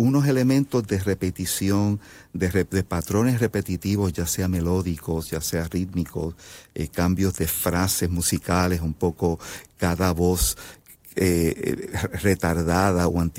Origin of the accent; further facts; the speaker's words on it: Puerto Rico; Yo vengo de Puerto Rico, vengo del Caribe y hago justamente lo mismo, pero utilizando el ritmo de diferentes ritmos puertorriqueños o del Caribe.